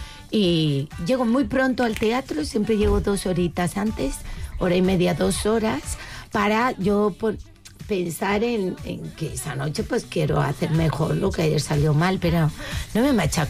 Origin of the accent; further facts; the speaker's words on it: Canary Islands, Spain; soy canaria.